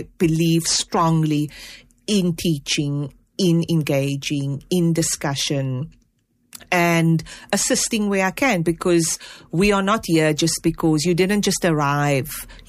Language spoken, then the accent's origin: English; South Africa